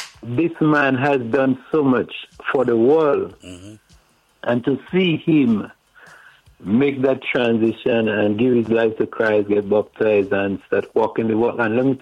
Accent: Grenada; born there; Because I was born in Grenada.

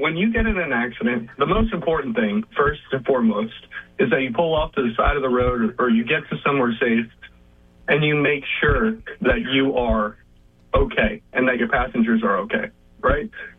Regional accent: Stuart, Florida, United States; My parents worked very hard, and we grew up here in Stewart. I went to school here in Martin County for elementary school, middle school, and then in high school. You know, I know from a Hispanic background, an immigrant background

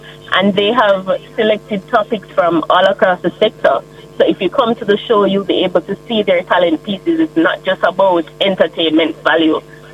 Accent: St. James, Jamaica; I'm from St. James.

